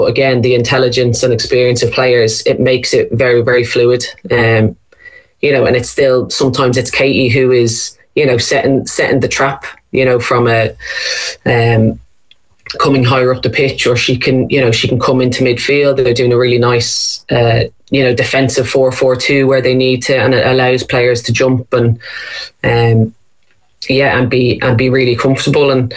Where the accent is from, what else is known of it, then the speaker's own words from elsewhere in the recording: Ireland; You love that as a, you know, as an Irish player, kind of you know, really trying to come out of those shadows of an underdog.